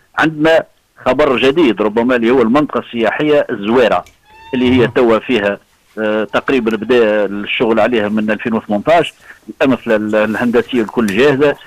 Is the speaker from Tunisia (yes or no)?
yes; Tunisia; احنا عندنا في تونس